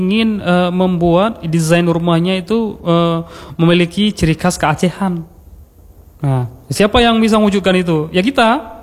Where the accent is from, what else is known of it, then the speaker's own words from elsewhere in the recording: Aceh, Indonesia; sebagai orang Aceh